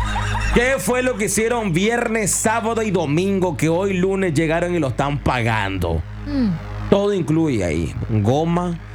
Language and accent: Spanish; Nicaragua; nosotros los nicas somos atravesados